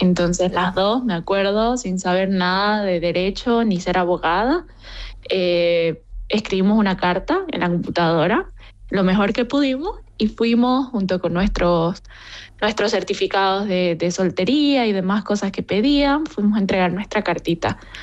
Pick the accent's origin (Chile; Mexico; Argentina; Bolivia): Bolivia; yo como boliviana tenía todo el derecho de pedirlo